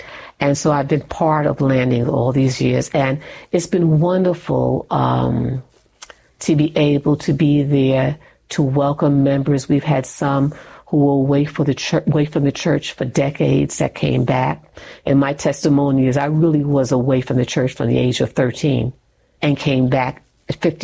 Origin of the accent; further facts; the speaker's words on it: New York, United States; accent: New York; I moved from New York, and I still had this New York accent, even after 10 years.